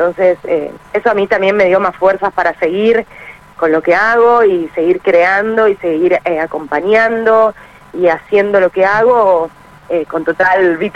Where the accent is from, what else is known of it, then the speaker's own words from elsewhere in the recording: Buenos Aires, Argentina; Digamos, tengo mi parte rockera que siempre, si así, yo soy porteña, así que bueno, nada, me gusta todo lo que es el rock.